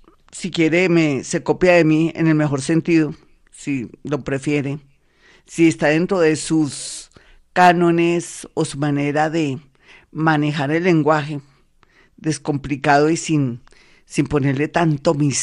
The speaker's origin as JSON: {"language": "Spanish", "country": "Colombia"}